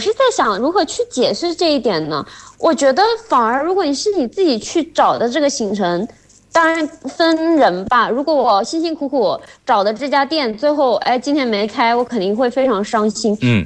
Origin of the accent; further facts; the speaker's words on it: Mexico; Chinese is a second language; 我是来自墨西哥的